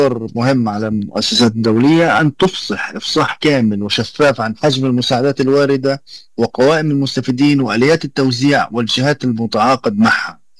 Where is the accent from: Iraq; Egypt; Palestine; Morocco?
Palestine; إحنا كفلسطينيين